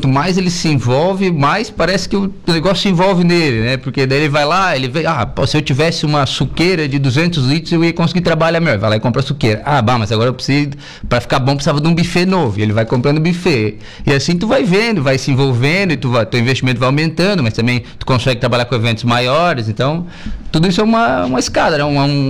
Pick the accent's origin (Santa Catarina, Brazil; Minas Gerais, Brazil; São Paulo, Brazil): Santa Catarina, Brazil; Araranguá; also born or lived in Turvo, Santa Catarina / Florianópolis; Me criei lá no Arroio. Nasci no Turvo, mas me criei lá no Arroio, né? Então vivia toda a minha juventude aqui em Araranguá, até os 17 anos, né?